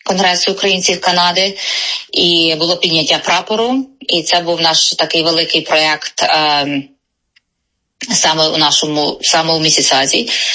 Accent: Ternopil Oblast, Ukraine; now in Mississauga, Canada; я сама родом з Тернопільщини, а тепер живу і працюю в Міссісага

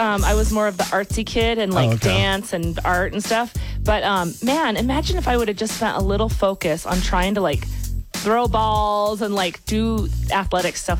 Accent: Lakewood, Colorado, United States; born there; moved away; also born or lived in Grand Junction, Colorado; the part where we first moved to Denver from Grand Junction when I was like 7, 8, those years from then till almost high school, we lived in some sketchy parts of town

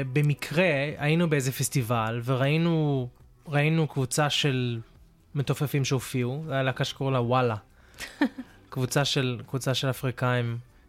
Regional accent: Brisbane, Queensland, Australia; also born or lived in Melbourne; לא, בסביבות הזמן הזה, אנחנו עשינו טיול גדול, ועברנו לבריזבן. מלבורן היה קר מדי.

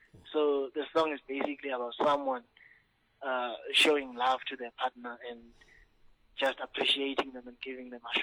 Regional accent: Sigisigi, Eastern Cape, South Africa; and by the way, I'm from the Sigisigi, a small town in Eastern Cape. That's how they know me.

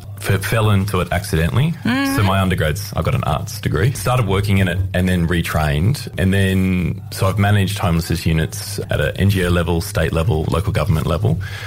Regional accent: New South Wales, Australia; And I grew up in the Blue Mountains for a period as well.

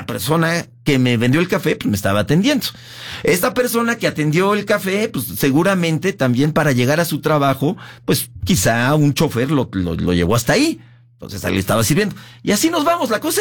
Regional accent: Mexico; Nos ejemplifica mucho como mexicanos.

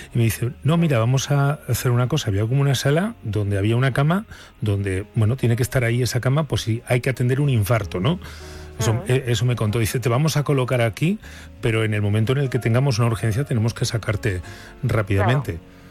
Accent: Burgos, Castile and León, Spain

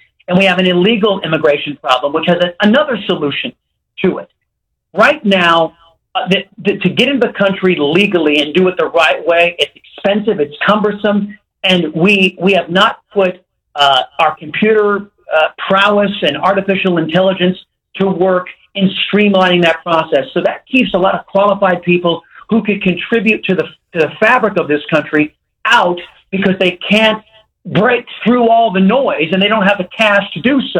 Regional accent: United States; And I'm not ashamed as an American to look at an oppressive state that is Mexico

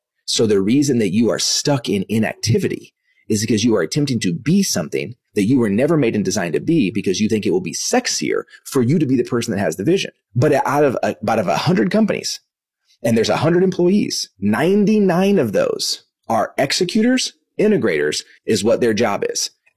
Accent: Dallas, Texas, United States; also born or lived in Kansas; So I was born in 1983. I was born in Kansas, only lived there for about a week. Came back to Dallas

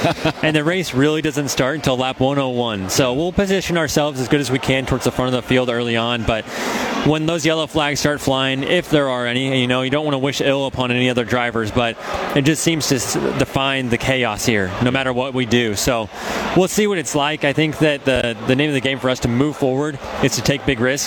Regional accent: United States; You know, as an American patriot myself, this is the America 250 celebration as well.

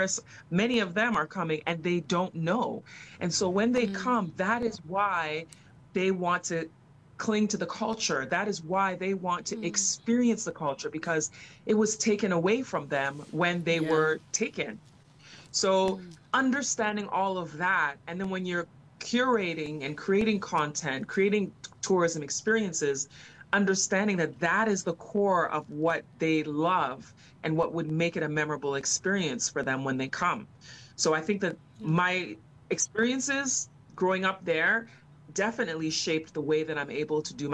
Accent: Ghana; then being Ghanaian and being in Ghana, I think what worked is the capability of understanding where people are coming from

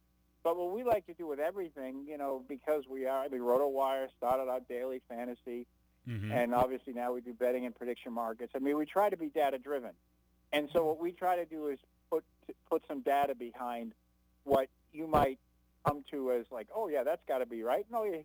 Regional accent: Massachusetts, United States; I'm from Massachusetts.

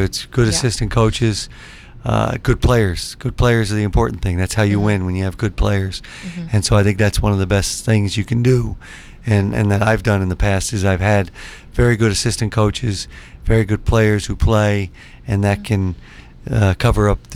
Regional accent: Connecticut, United States; moved away as an adult; I'm from a family of seven. I grew up in Connecticut. I have three younger brothers who all played basketball.

